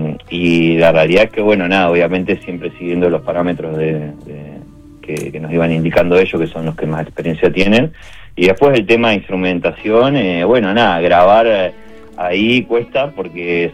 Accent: Río Gallegos, Santa Cruz, Argentina; uno de los chicos, que también es de acá de Gallegos, con Agus Chamorro

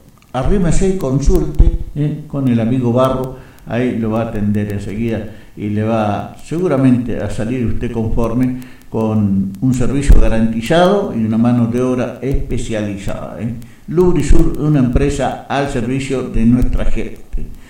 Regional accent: Argentina

